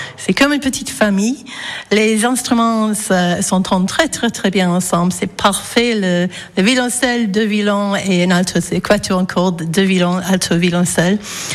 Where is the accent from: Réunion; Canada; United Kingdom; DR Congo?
United Kingdom; England; French is a second language; moved away as an adult; now in France; Je suis anglaise.